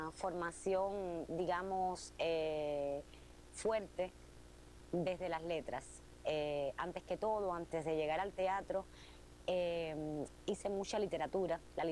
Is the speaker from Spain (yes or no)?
no; Cuba; Soy una mujer cubana, soy una mujer cubana que se parece muchísimo al público que va a ver a la sala. Soy también una mujer latinoamericana